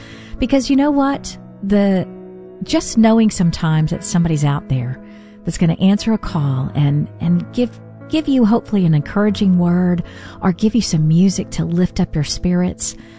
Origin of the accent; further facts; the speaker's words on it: Mississippi, United States; moved away; I was down in Mississippi for the past 3 or 4 days, and you know, being home is just brings back all kinds of nostalgic feelings.